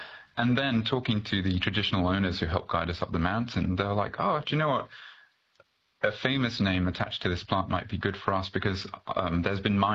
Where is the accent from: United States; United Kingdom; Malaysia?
Malaysia; moved away; For me, you know, I'm originally from Malaysia, which is it was colonised by the Brits